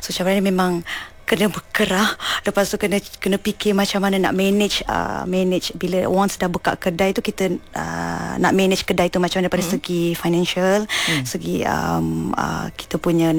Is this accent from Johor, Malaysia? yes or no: no; Bidor, Perak, Malaysia; now in Kuala Lumpur, Malaysia; Saya berasal daripada Bidu, Perak, okay, dan menetap di KL.